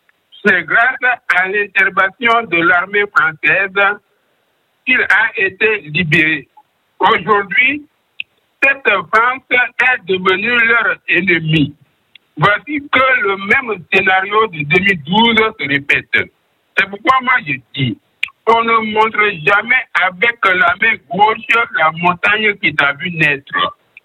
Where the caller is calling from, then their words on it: San-Pédro, Côte d’Ivoire; depuis Saint-Pedro, Côte d'Ivoire